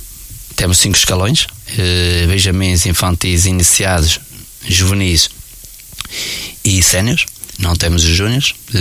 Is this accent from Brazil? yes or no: no; Amarante, Norte, Portugal; moved away as an adult; now in Alpendorada, Portugal; eu sou o natural de Amarante e só estou há cerca de 10, 15 anos em Albiada.